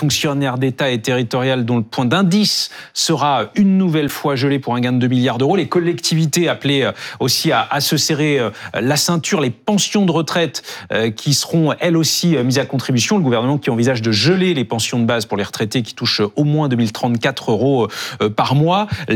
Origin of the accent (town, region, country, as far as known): France